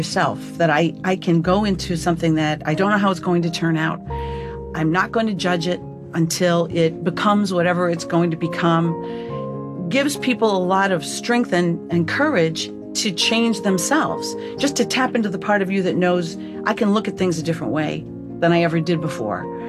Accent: Wisconsin, United States; now in Long Island, United States; I grew up in Wisconsin. I live on Long Island.

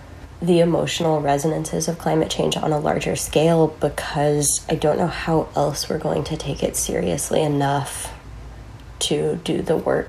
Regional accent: Utah, United States; And I grew up in Utah in the West. And so my immersion in the natural world was really different than it is now living in the Northeast.

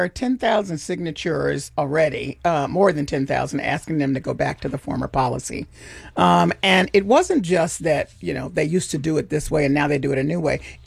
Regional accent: Memphis, Tennessee, United States; I don't care where it is. I'm from Memphis.

